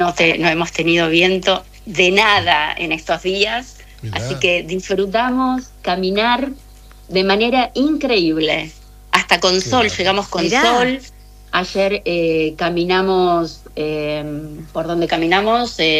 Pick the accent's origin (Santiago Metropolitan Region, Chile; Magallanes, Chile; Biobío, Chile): Magallanes, Chile; Punta Arenas; Porque no conseguimos porotos porque venimos de Punta Arenas.